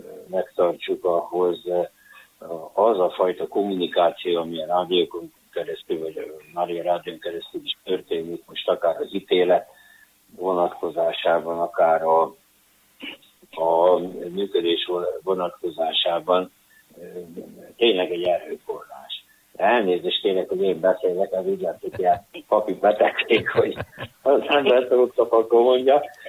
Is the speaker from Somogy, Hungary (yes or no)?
yes; Somogy, Hungary; Ugye mifelénk Somogyba, honnan én származom